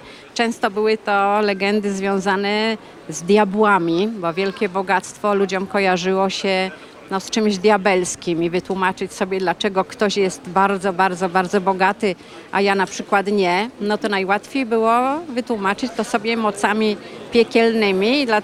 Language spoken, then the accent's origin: Polish; Łódź, Łódź Voivodeship, Poland; No ja jestem łodzianką, zawsze mnie ciekawiło to, jak to miasto powstało i dlaczego te fabryki stoją